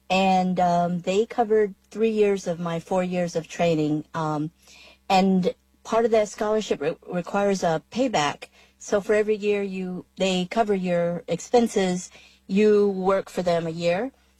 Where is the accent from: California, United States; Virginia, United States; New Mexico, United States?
New Mexico, United States; Crown Point; now in Prosser, United States; and I am originally from Crown Point, New Mexico, and currently live in Prosser.